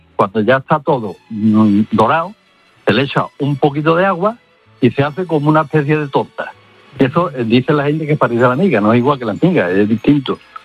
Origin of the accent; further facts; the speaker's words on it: Morón de la Frontera, Andalusia, Spain; El plato, bueno, yo soy paisano de Naranjo, soy de Morón de la Frontera.